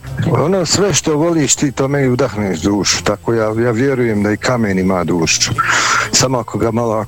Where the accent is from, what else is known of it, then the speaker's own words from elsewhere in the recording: Bosnia & Herzegovina; now in Italy; Ja sam bio Bosanac